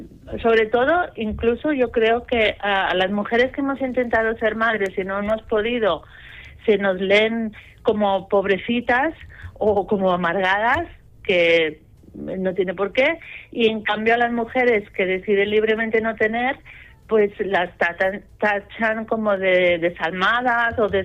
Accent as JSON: {"language": "Spanish", "town": "Barcelona", "region": "Catalonia", "country": "Spain", "said": "esto me lo llevo yo a mi tierra. Y entonces fue cuando se me ocurrió eso, montar la web, hacer una web como punto de encuentro y crear un grupo de ayuda mutua aquí en, bueno, mi ciudad, que es Barcelona"}